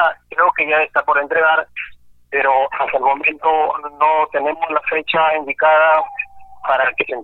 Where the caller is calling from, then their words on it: Peru; De Caserío Los Balsas